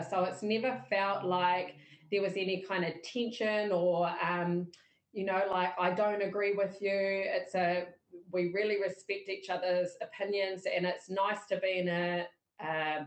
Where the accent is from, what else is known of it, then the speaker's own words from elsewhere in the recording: Northland, New Zealand; I am a proud Northern bred wahine Māori, born and bred in Taitokerau, Northland girl through and through